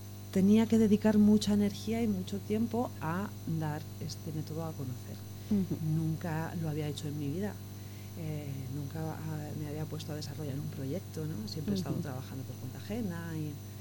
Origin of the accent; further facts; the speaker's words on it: Miguel Turra, Castilla-La Mancha, Spain; moved away as an adult; Yo soy de Miguel Turra, ¿no? Como de volver a mi tierra, a mi familia, amigos